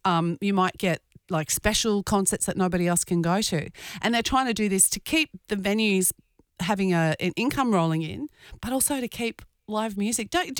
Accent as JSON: {"language": "English", "town": "Toowoomba", "region": "Queensland", "country": "Australia", "tie": "born or raised there", "said": "when I was growing up in Toowoomba"}